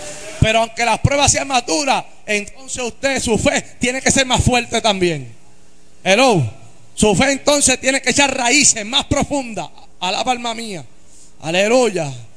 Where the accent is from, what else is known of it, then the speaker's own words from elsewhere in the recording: Puerto Rico; moved away as an adult; also born or lived in United States; fue cuando llegué de los Estados Unidos a Puerto Rico. Que me encontré con 25 años de edad viviendo en casa de mis padres de nuevo. Yo me había ido a los 18 y volví de nuevo a la casa de mis padres.